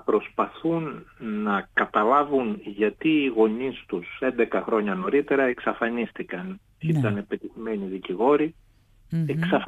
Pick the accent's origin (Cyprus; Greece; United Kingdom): Greece; Thessaloniki, Central Macedonia; born there; moved away; όταν ακούω τη φωνή σου θυμάμαι τη γενέθλια πόλη μου, την πατρίδα μου, και όταν σου λείπει η Θεσσαλονίκη